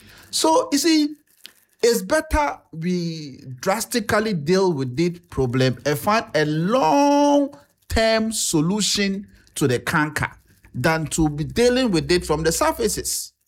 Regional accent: Sampa, Bono, Ghana; my hometown, Sampa Road

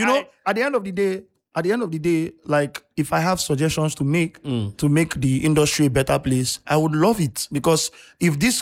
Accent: Nigeria

